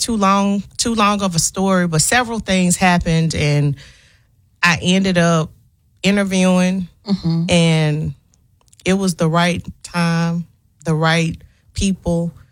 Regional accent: Memphis, Tennessee, United States; I am born and raised Memphis, Tennessee.

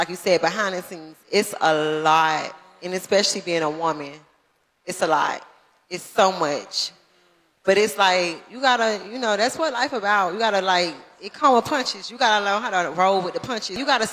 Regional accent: Opa-locka, Florida, United States; I was born and raised in Opa-locka

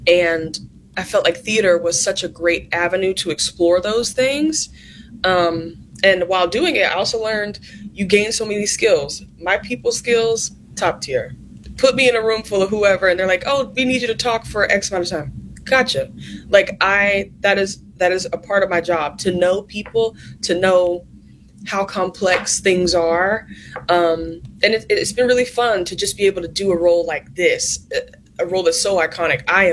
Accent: North Carolina, United States; I'm from North Carolina.

